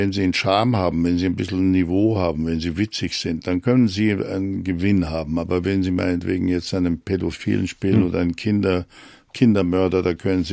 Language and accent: German; Germany; accent: German; Und wenn ich als Deutscher mit diesem Akzent da komme